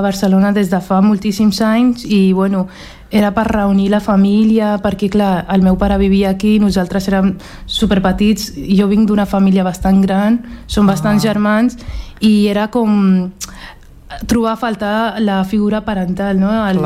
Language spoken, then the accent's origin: Catalan; Punjab, Pakistan; moved away; el meu país d'origen, que és Pakistan. Evidentment, nosaltres, la gent que venim de Pakistan, tenim una cultura, i sobretot si som de la comunitat de Punjab, clar, tenim unes característiques específiques